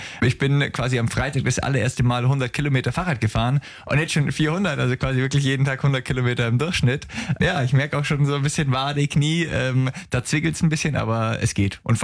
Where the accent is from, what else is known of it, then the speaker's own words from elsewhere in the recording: Bavaria, Germany; Ich komme gebürtig aus dem Allgäu